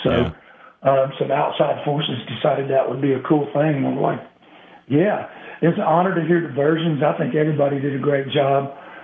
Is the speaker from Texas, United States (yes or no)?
yes; Texas, United States; Where I grew up in East Texas, we had equal parts Mexican and great Cajun food.